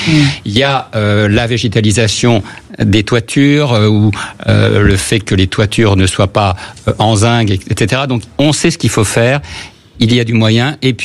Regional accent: Paris, Île-de-France, France; parce que moi je suis parisien, hein

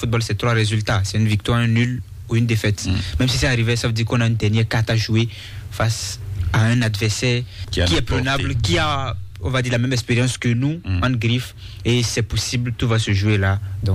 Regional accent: Kandi, Alibori, Benin; moi, je viens d'une zone septentrionale très éloignée. Ouais. Je viens de Kandy. C'est vraiment loin.

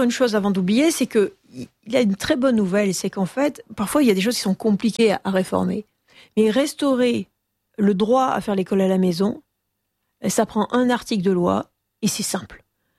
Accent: Manosque, Provence-Alpes-Côte d'Azur, France; moi j'ai été élevée à Manosque, dans le sud-est de la France

